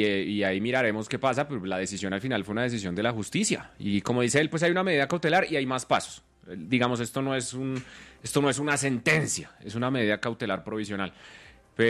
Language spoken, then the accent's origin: Spanish; Colombia; Todos somos colombianos, todos nos ponemos la camiseta.